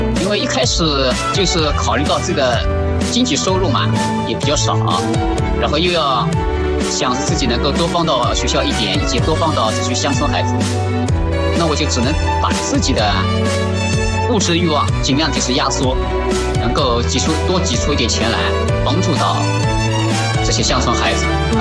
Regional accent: China; 我们中国人

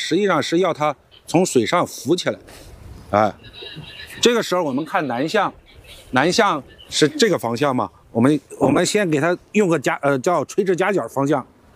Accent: China; 我们中国人

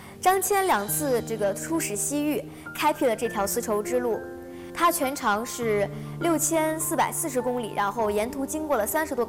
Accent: Tacheng, Xinjiang, China; born there; now in Xi'an, China; 其实我就是生活在西安，但是我的家乡在新疆，我的爸爸妈妈都是新疆人。

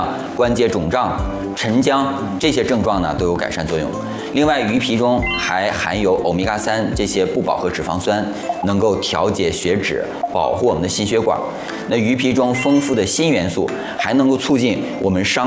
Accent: Northeast China, China; 因为我是东北人，我们小时候也吃

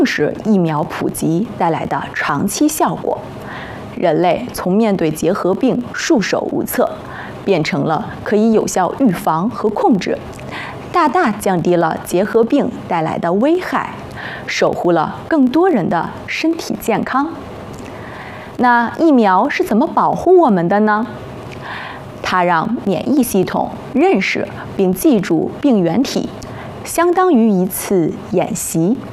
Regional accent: China

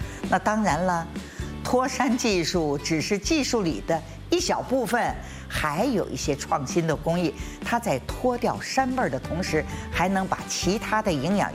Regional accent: Shanghai, China; accent: Shanghainese; 我们上海话叫咖喱。

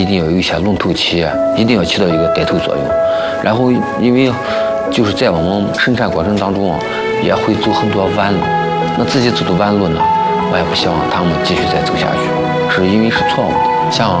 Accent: Ningxia, China

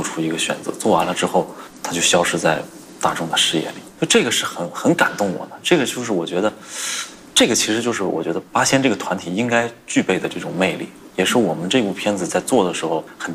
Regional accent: China; 而且这个又是其实我觉得我们中国人最能感同身受的一种情绪

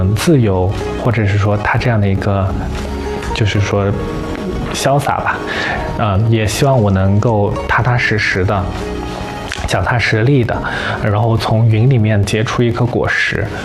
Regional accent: Jianshui, Yunnan, China

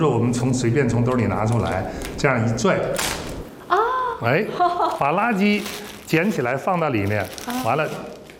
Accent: Liaoning, China; 我从小就在这个河边长大

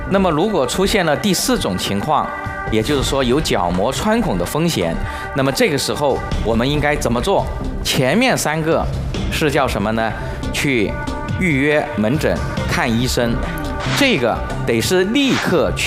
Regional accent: China; 我们中国人

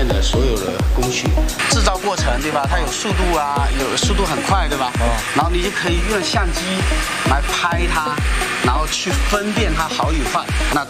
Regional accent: China; 当下我们中国人中国足球最欠缺的

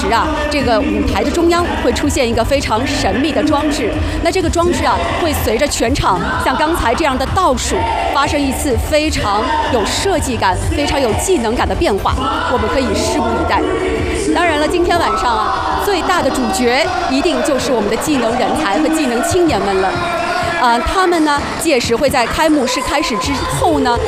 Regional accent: China

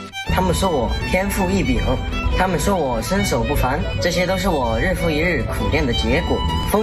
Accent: Enshi, Hubei, China; 我们老家恩施的特产腊肉

